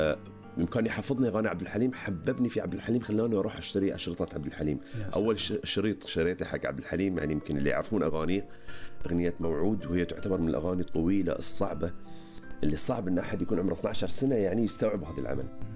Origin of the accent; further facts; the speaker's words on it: Riffa, Southern Governorate, Bahrain; also born or lived in Manama / Muharraq; أنا طبعا أنا من المنامة ومن مواليد المحرق.